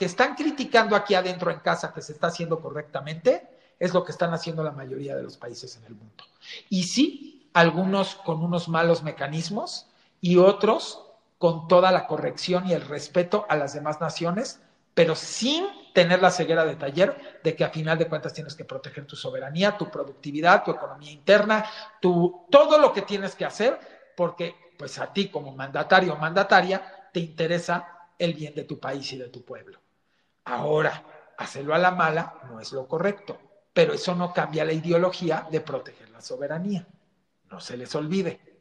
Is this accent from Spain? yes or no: no; Mexico; yo estoy en México, orgullosamente vivo en México, y no me iré a ningún otro lado hasta el último día de mi vida porque amo este país